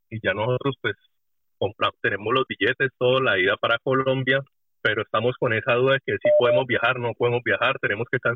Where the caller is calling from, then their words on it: Madrid, Community of Madrid, Spain; de Madrid.